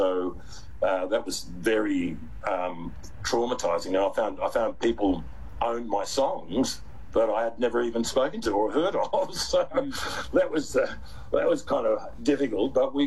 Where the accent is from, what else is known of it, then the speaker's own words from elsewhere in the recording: Melbourne, Victoria, Australia; moved away as an adult; also born or lived in Sydney; when I moved to Sydney in the 1980s. I was born in Sydney, and so was my family. But we lived in Melbourne for most of our, you know, formative years.